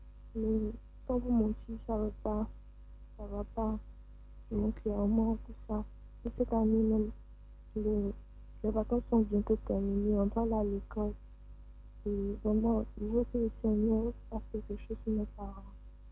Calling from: Abidjan, Côte d’Ivoire; J'appelle d'Abobo

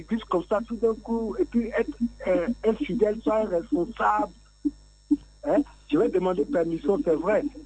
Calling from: Abidjan, Côte d’Ivoire; je vous appelle de Williamsville.

